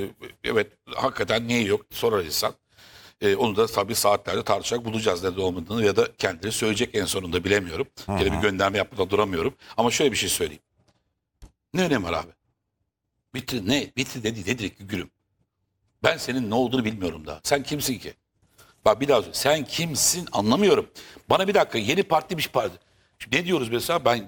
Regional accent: Istanbul, Turkey; İstanbul'da yaşıyorum ben. Doğma büyüme İstanbulluyum ben.

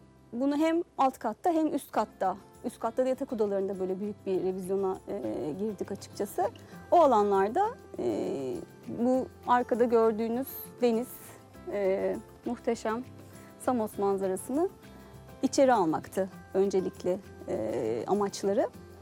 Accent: İzmir, Turkey; moved away as an adult; also born or lived in Istanbul; oğlumuzun okul durumu sebebiyle İzmir'e geldik. 2020 yılından beri de 3 yıldır memleketim İzmir'e geri dönmüş oldum.

